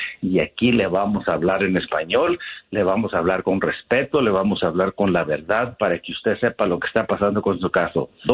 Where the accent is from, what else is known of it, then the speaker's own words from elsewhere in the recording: Mexico; born there; yo nací en México, yo entiendo los modos de nuestra gente, yo sé la cultura de nuestra gente